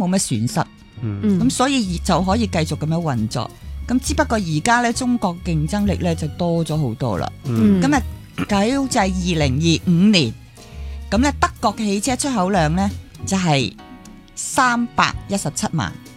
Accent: Hong Kong

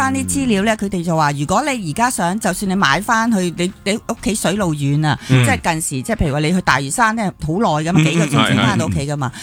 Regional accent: Hong Kong

